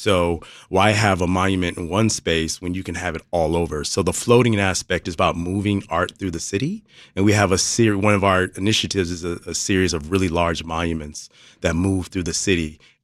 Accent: Chicago, Illinois, United States; I'm from Chicago, so it's really important to spread that out

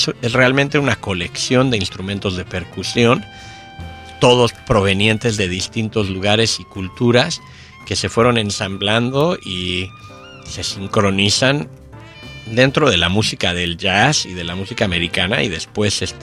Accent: Mexico; En la escuela en la que yo estaba de chiquito en México, nos daban instrumentos para la clase de música

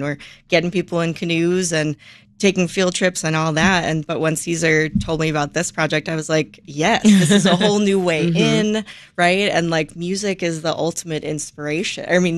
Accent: Chicago, Illinois, United States; Yeah, well, you know, growing up in Chicago, I just kind of saw one bit of it. I grew up on the Northwest Side, kind of going to those forest preserves.

